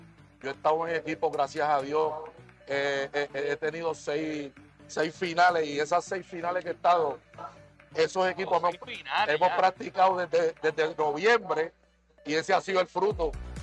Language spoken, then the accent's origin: Spanish; Guayama, Puerto Rico; born or raised there